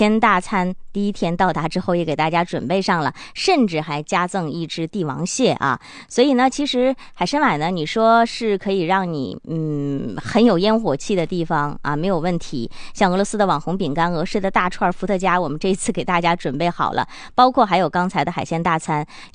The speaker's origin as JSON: {"language": "Chinese", "region": "Northeast China", "country": "China"}